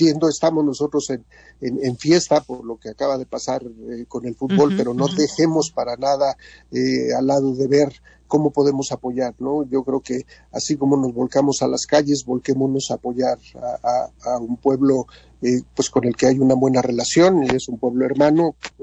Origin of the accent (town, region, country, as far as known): Mexico